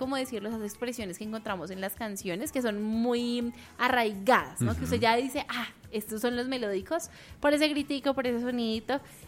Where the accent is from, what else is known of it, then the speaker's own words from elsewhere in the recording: Bogotá, Bogotá Capital District, Colombia; nosotros como rolos